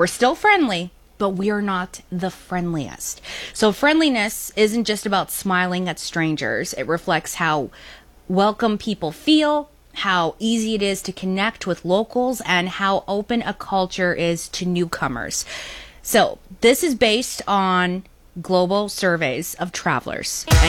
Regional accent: Canada; Now, growing up in Canada or even coming to the country, everybody knows that Canada has a thing where it's known as a friendly country.

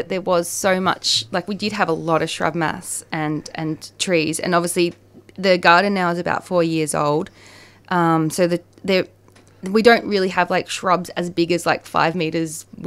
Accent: Gippsland, Victoria, Australia; So me and Adrian grew up in Gippsland. He was from Toongabi. I was from Winnandoo, which is near Rosedale.

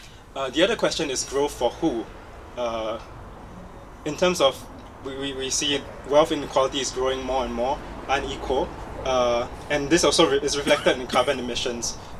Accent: Singapore; Hi everyone. … from Singapore.

